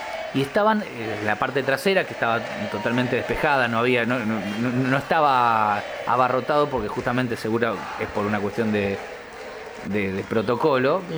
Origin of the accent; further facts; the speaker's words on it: Argentina; es parte de nuestra esencia como argentinos